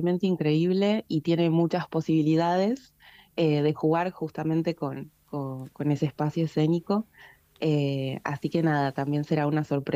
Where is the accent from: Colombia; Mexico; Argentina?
Argentina; Neuquén; Todas de la comarca. Algunas llegadas, yo por ejemplo soy de Neuquén